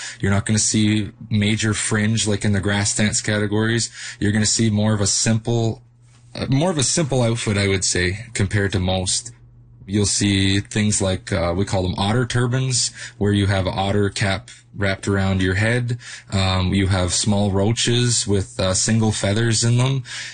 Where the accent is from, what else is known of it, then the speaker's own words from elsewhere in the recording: Curve Lake First Nation, Ontario, Canada; I'm from Curve Lake First Nation originally. That's my band and where my family comes from